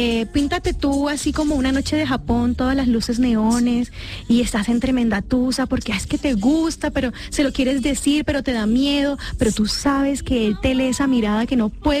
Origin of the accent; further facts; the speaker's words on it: Barranquilla, Atlántico, Colombia; accent: Colombian; Sí, yo soy barranquillera a morir.